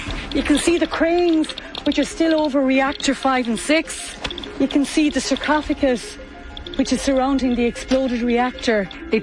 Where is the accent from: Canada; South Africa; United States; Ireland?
Ireland; Clonmel, Munster; But I was born and reared in Clonmel.